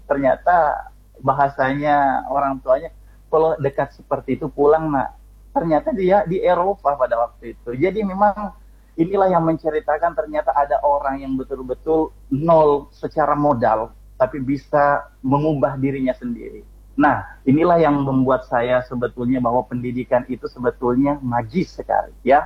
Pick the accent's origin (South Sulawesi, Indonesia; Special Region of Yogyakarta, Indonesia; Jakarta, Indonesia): South Sulawesi, Indonesia; Watansoppeng; saya orang Sopeng ya. Saya sekolah di Sopeng SMA-nya.